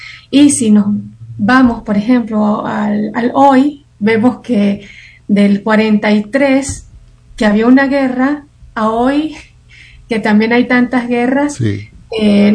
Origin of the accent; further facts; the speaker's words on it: Venezuela; Hay 2 de El Salvador, 1 de Brasil, 1 argentina, 1 de Costa Rica y yo, que soy venezolana.